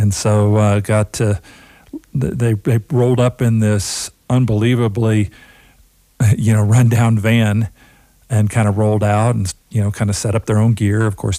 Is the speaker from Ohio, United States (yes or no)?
no; Oklahoma, United States; moved away; I grew up in Oklahoma, and for the summer, I was in Norman